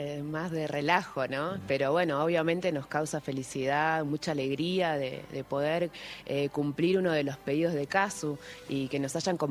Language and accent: Spanish; Argentina; moved away as an adult; now in Jujuy, Argentina; Yo soy de Buenos Aires